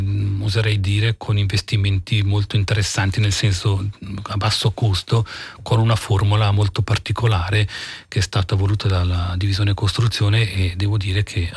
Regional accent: Piano di Peccia, Ticino, Switzerland; io sono originario del piano di Pecia

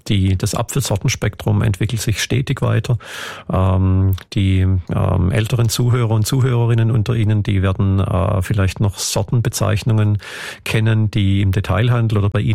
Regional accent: Germany; man sieht das auch in Deutschland, wo ich herkomme, schon, dass viele Winzerbetriebe aufgeben müssen

